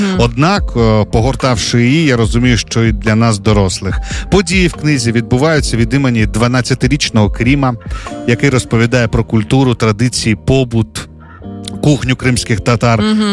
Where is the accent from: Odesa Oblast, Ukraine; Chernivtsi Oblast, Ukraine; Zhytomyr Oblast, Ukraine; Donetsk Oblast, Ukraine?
Donetsk Oblast, Ukraine; Donetsk; moved away; мій рідний Донецьк.